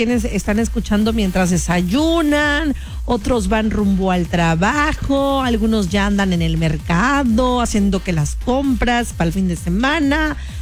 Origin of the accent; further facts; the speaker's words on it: Mixteca, Mexico; Arriba la Mixteca, la Lizcoya también y toda mi tierra y toda mi gente.